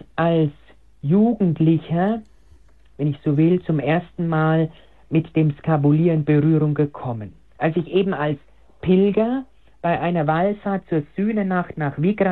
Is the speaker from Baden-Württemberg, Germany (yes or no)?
no; Bavaria, Germany; born there; Aber auch weiß ich in meiner Heimat, in meiner bayerischen Heimat, in Oberfranken, wo ich eben gebürtig herkomme